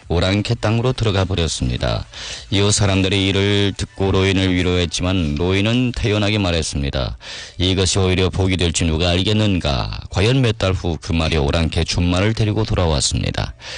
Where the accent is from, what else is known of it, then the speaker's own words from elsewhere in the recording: China; 우리 조선족 분들은 우리말로